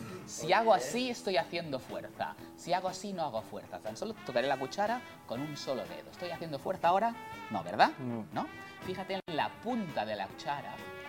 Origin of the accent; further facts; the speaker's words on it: Catalonia, Spain; que soy catalán.